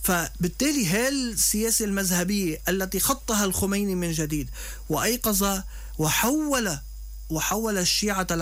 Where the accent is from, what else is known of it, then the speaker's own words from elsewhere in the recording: Lebanon; كلبناني وكسني وكعربي